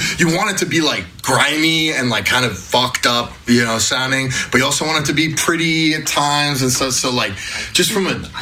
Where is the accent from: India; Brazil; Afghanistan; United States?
Brazil; I'm from Brazil.